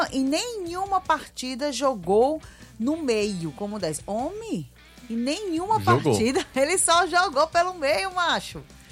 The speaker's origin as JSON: {"language": "Portuguese", "town": "Itaitinga", "region": "Ceará", "country": "Brazil", "said": "É, vamos lá, boa tarde, Gata Show, Liwei, Alexandre, sou de Itaitinga."}